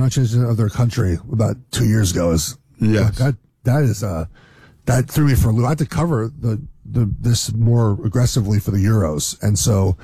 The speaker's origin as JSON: {"language": "English", "town": "Los Angeles", "region": "California", "country": "United States", "said": "Why I'm from Los Angeles. I don't live in LA anymore."}